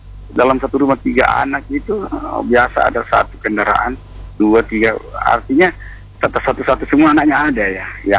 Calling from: Lembang, West Java, Indonesia

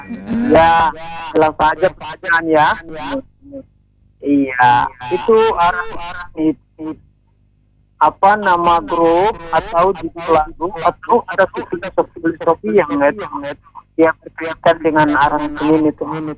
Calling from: Maluku, Indonesia

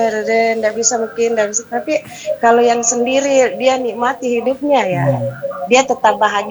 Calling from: South Sulawesi, Indonesia; Apalagi kalau kita Bugis Makassar.

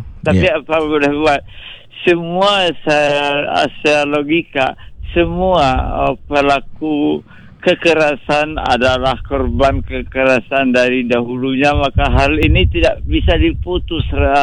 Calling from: Padang, West Sumatra, Indonesia; di kota saya itu di Padang ya.

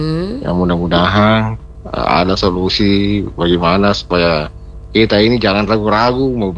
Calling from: Pangkep, South Sulawesi, Indonesia; di Segeri, Pangke.

